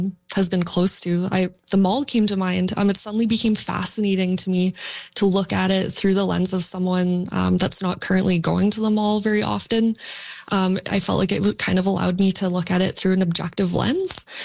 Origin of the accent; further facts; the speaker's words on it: Edmonton, Alberta, Canada; moved away as an adult; I moved to Vancouver to go to grad school. And then through introducing myself to people, I would say that I'm from Edmonton